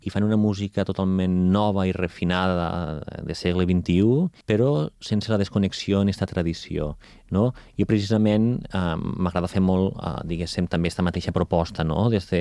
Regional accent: Catalonia, Spain; sóc ebrenc, que sóc català i que sóc d'aquí

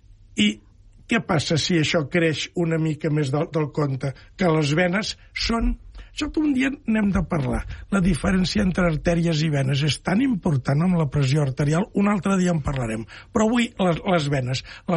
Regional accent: Catalonia, Spain; soc de la Cerdanya jo, els pagesos del meu poble fa molts anys que em deien

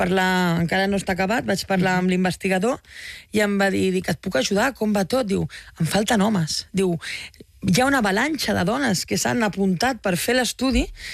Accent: Tarragona, Catalonia, Spain; nosaltres, jo sóc com tu, de Tarragona, i...

